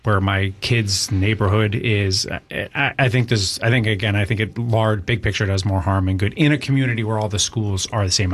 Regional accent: Cape Cod, Massachusetts, United States; I grew up here on the Cape.

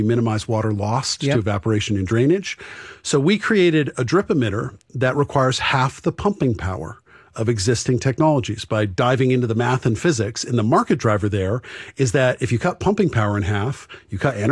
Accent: New Hampshire, United States; So even though, you know, I'm a guy from New Hampshire, I may be designing for a mother of five in Kenya, right?

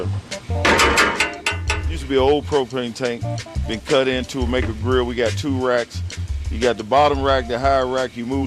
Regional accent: Charleston, West Virginia, United States; Well, I grew up right here in Charleston, West Virginia. Played a little football in high school one year.

